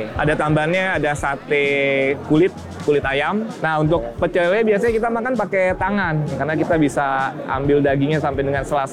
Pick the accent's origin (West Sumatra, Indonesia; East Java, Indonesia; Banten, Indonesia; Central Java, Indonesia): East Java, Indonesia; Surabaya; Saya orang Surabaya tapi saya tahu bahasa Sunda.